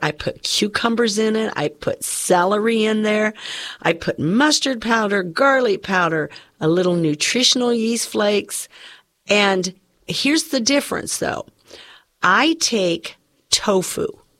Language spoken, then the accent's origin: English; Ireland; I didn't like it as much because I like potatoes. I'm Irish, you know. I love my potato.